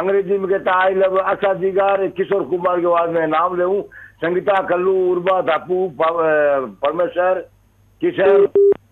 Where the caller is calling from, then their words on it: Rajasthan, India; बोलूँ सा, गांव खालड़ा से।